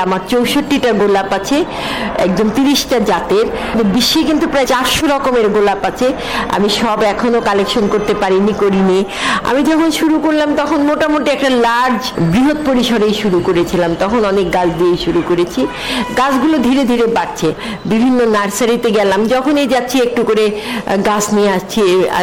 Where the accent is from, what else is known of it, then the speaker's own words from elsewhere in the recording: Tangail, Dhaka Division, Bangladesh; moved away; আমি টাঙ্গাইলের মেয়ে, প্রত্যেকটা বাড়ির সামনে ফুল বাগান, পুকুর এসব ছিল।